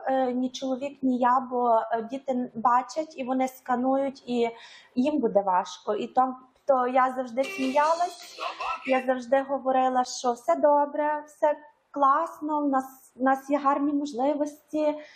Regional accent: Monastyryska, Ternopil Oblast, Ukraine; moved away; Я родом з України, пишаюся цим, з Монастириська, Тернопільська область. Невеличке містечко, але я люблю його.

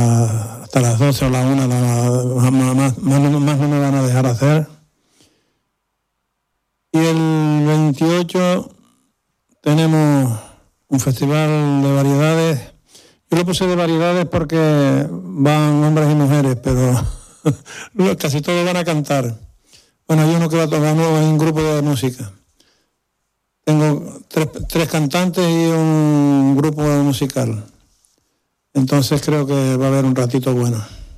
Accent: Canary Islands, Spain; born there; now in Bajamar, Spain; la parranda de mi pueblo donde yo nací, el Batán.

